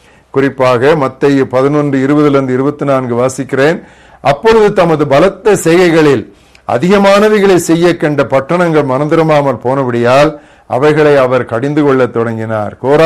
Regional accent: Nazareth, Tamil Nadu, India; 2004 June மாதம் எனது சொந்த ஊராகிய நாசரேத்தில் உள்ள கிறிஸ்தவர்களுக்கு இந்த வசன அடிப்படையில் மிஷினரி சவால் கொடுத்து

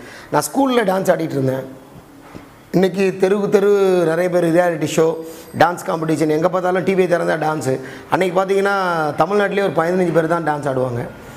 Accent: Tirunelveli, Tamil Nadu, India; born there; என்னோடய பூர்வீகம் திருநெல்வேலி, பாளையங்கோட்டை பகுதியில் நான் பிறந்தேன். ஒரு சிஎஸ்ஐ பேக்ட்ராப்பில் நான் பிறந்தேன். என் அம்மா ஒரு ஹிந்து, அப்பா ஒரு சிஎஸ்ஐ கிறிஸ்டியன்.

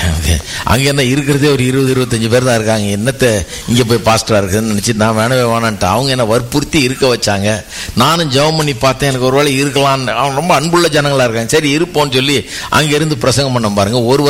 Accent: Chennai, Tamil Nadu, India; நான் இந்த சென்னை பட்டணத்துக்காக தமிழ் அறிவை கொடுத்து, எனக்கு தமிழ் கலாச்சாரத்தில் என்னை வளர வச்சு, இந்த ஊரில் என்ன இருக்க வச்சு, ஒரு இந்தியனாக இருக்க வச்சு, இந்த ஊரில் என்னை வளர்த்து

